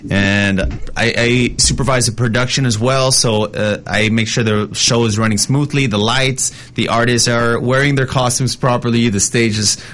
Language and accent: English; Texas, United States; We spent we are from Texas. We spent a long time of the year there.